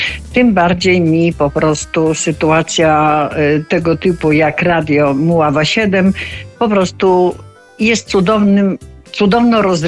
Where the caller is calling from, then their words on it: Warsaw, Masovian Voivodeship, Poland; Jestem z Warszawy